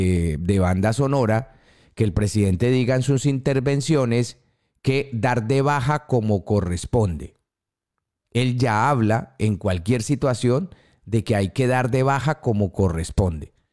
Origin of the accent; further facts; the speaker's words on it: Tolima, Colombia; yo soy del Tolima